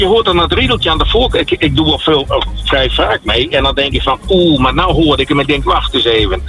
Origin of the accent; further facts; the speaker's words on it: Sint Jacobiparochie, Friesland, Netherlands; born there; moved away as an adult; now in Oude Pekela, Netherlands; Ik ben geboren in Sint-Jacobi-parochie.